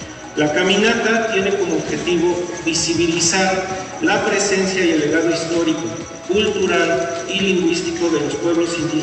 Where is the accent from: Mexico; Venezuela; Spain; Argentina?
Mexico; Nuestro país es reconocido constitucionalmente como una nación pluricultural sustentada originalmente en sus pueblos indígenas.